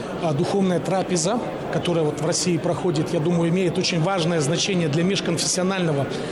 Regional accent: Kazakhstan; Я сам из Казахстана.

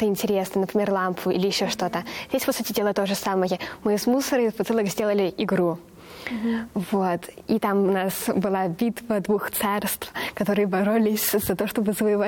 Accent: Mexico; Russian is a second language; мы такие девушки из Мексики очень много ныли.

